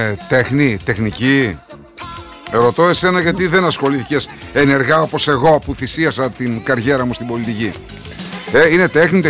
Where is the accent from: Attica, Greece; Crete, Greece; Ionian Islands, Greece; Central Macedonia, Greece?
Central Macedonia, Greece